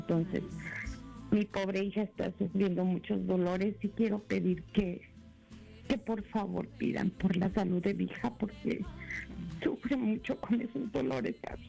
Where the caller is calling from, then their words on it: Harlingen, Texas, United States; Buenos días … de Harlingen, Texas, y escucho por la aplicación.